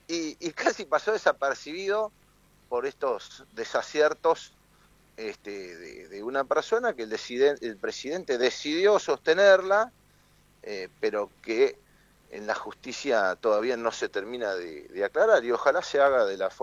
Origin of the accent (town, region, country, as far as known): Argentina